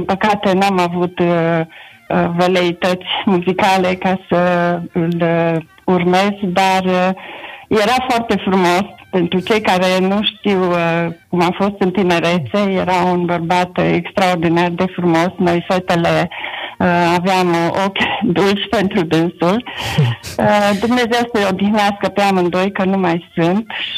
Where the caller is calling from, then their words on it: Negreni, Cluj County, Romania; eu sunt din Negreni.